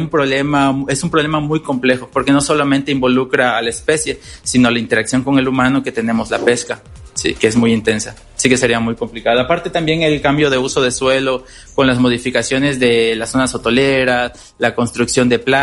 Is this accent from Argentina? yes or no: no; Campeche, Mexico; now in Veracruz, Mexico; De donde yo soy, que es igual donde estamos, en la Laguna de Términos